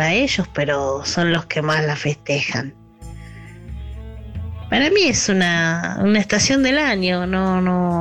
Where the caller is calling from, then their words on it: Buenos Aires, Argentina; de Caballito